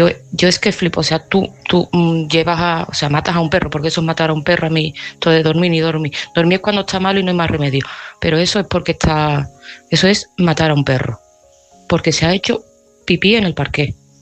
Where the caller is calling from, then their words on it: Seville, Andalusia, Spain; de Sevilla y este mensaje va para Mari Carmen.